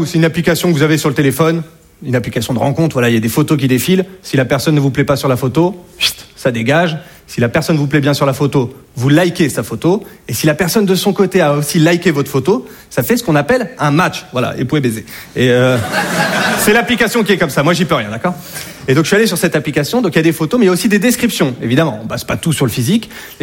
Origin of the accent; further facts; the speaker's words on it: Hauts-de-France, France; Et ça, ça m'a choqué parce que chez moi, en Picardie, voilà, entre voisins, franchement, il y a une bonne ambiance.